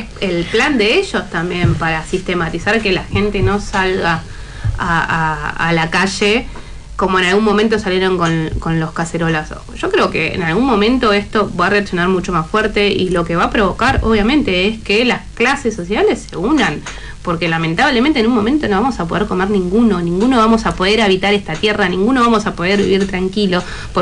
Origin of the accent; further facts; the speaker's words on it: Buenos Aires, Argentina; somos más porteños que Matri. Más porteño que la polenta somos algunos. Tercera, cuarta generación de vivir en esta ciudad. Yo de la República Popular de la Oca, por supuesto.